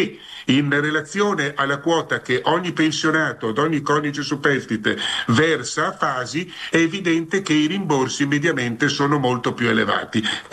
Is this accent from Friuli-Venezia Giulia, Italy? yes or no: yes; Friuli-Venezia Giulia, Italy; sono ancora in Friuli, arriverò a Roma solamente questa sera per impegni che mi trattengono nella mia terra.